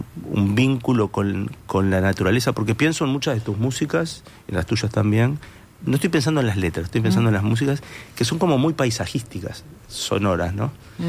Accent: Montevideo, Uruguay; born there; pero viví en Sayago, soy de Sayago

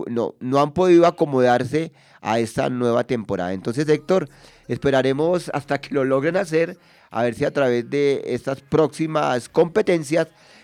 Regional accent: Colombia

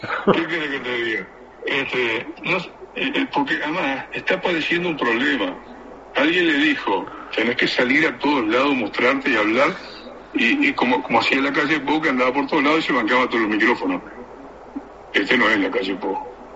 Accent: Uruguay; los uruguayos

